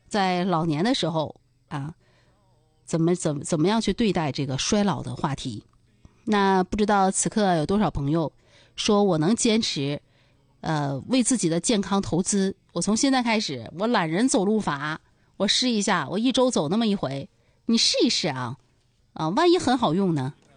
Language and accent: Chinese; Harbin, Heilongjiang, China; now in Dalian, China; 这可能我是尔滨人啊，我老家是尔滨的，这可能是我们北方人一种饮食习惯，从小喜欢吃蘸酱菜